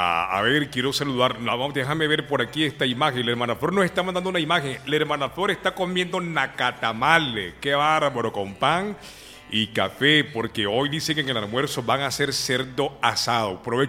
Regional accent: Managua, Nicaragua; born there; moved away; yo soy de Managua, yo soy nacido en Managua, pero aquí me robaron.

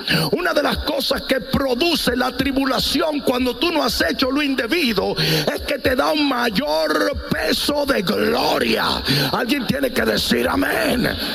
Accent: Dominican Republic; en mi país, esa nación europea, la República Dominicana

